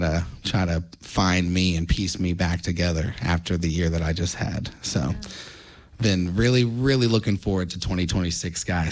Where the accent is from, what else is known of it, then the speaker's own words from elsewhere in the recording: Huddleston, Virginia, United States; also born or lived in Sacramento, California; I was raised in Huddleston, Virginia, right around Smith Mountain Lake. I was raised on a farm